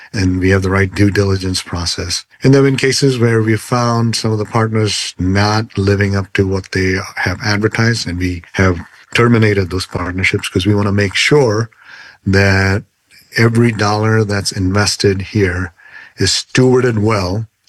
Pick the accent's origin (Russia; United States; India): India; moved away; I grew up in India on the mission field.